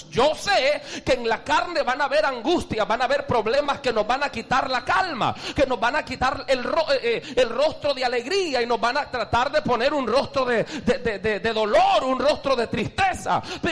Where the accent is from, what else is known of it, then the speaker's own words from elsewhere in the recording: El Salvador; como decimos en El Salvador, chivo, tranquilo, fácil, bonita